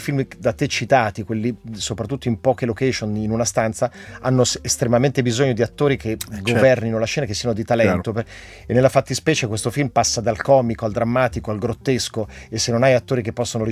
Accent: Bergamo, Lombardy, Italy; sono anche bergamasco

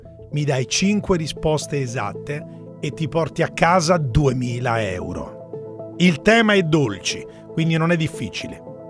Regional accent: Rome, Lazio, Italy; Sono romano

